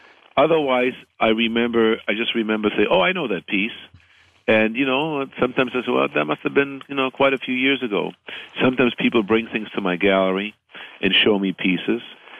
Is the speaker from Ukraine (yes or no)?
no; China; born or raised there; also born or lived in Berlin, Germany